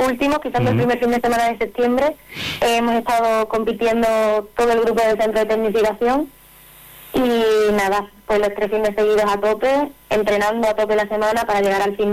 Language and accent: Spanish; Badajoz, Extremadura, Spain; desde los últimos judes que hice ahí en Badajoz, en mi tierra, que siempre está muy guay competir en casa